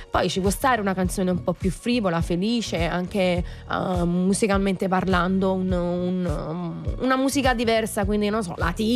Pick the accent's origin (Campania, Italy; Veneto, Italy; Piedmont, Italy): Campania, Italy; Naples; E poi, sai, da napoletani stessi non ci si rende conto dell'importanza che c'è e con cui gli altri la vedono.